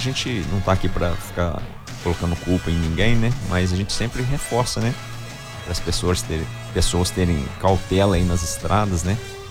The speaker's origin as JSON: {"language": "Portuguese", "country": "Brazil", "said": "Nós que somos brasileiros"}